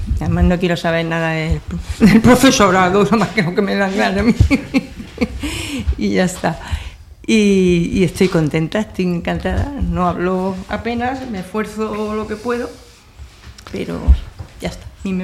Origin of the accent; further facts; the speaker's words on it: Madrid, Community of Madrid, Spain; Yo vengo de Madrid también, he sido docente gran parte de mi vida y aquí pues vine con gusto sin saber muy bien que no me iba a encontrar y estoy encantada.